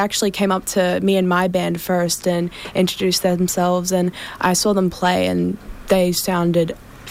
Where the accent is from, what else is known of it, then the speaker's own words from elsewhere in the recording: Sunshine Coast, Queensland, Australia; because I'm not from Brisbane, I'm from the sunny coast.